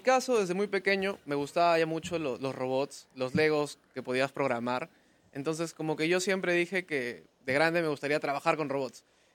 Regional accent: Peru; en Perú tenemos el talento

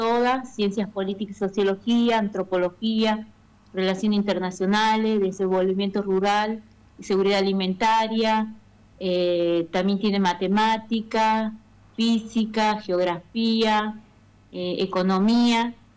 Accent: Catamarca, Argentina; moved away as an adult; now in Brazil; yo soy de Catamarca, estudio en la Universidad Federal de Integración Latinoamericana, UNILA, estoy terminando el doctorado en Relaciones Internacionales

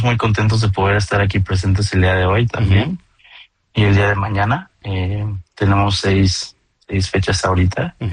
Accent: Mexico

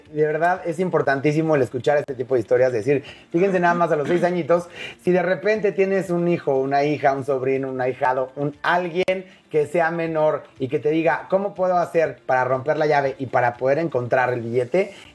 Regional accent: Mexico; a nosotros como mexicanos se nos pone ese tema del patrimonio

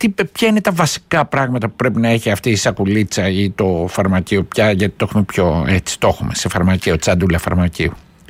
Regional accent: Greece; Μην ξεχνάμε, γιατί ως Έλληνες κρύβουμε και ένα μικρό γιατρό μέσα μας, έτσι.

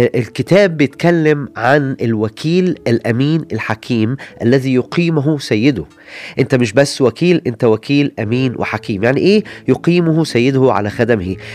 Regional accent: Egypt

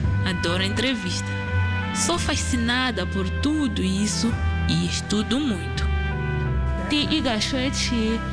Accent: Mozambique; moved away as an adult; now in Taiwan; Este é o meu quarto ano em Taiwan. … Venho de Moçambique.

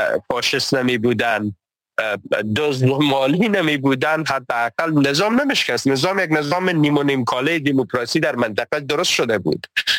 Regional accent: Herat, Afghanistan; ولایت خودم هرات

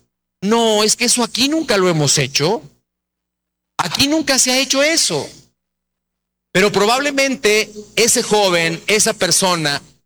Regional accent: Mexico; now in United States; Estados Unidos y especialmente aquí en esta diócesis, pero a veces veo la renovación carismática allá en mi país, en México, y especialmente en mi zona.

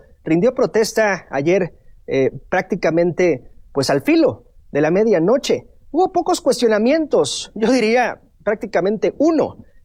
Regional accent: Culiacán, Sinaloa, Mexico; y el auditorio lo sabe porque constantemente lo digo, que soy de Culiacán

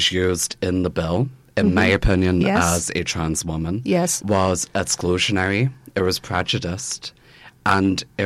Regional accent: Belfast, Northern Ireland, United Kingdom; I go by she, her. I am a damn proud trans woman. I'm also from Belfast.

